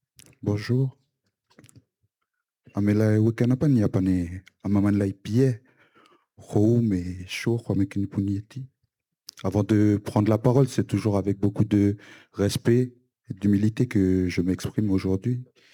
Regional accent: Lifou, Loyalty Islands Province, New Caledonia; chez moi à Djéou sur l'île de Lifou, de son nom colonial

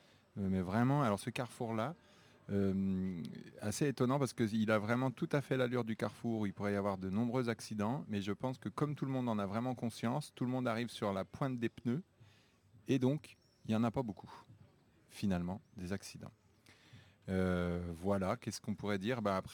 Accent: Auvergne-Rhône-Alpes, France; born there; also born or lived in Burkina Faso; now in Voiteur, France

